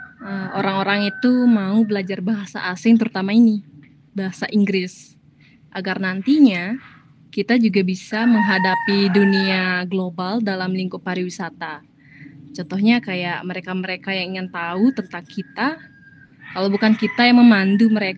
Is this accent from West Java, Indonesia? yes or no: no; Les, Bali, Indonesia; Saya dari Desa Les.